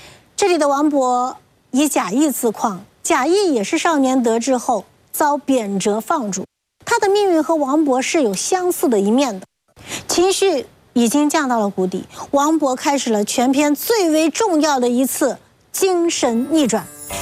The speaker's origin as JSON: {"language": "Chinese", "country": "China", "said": "我们中国人"}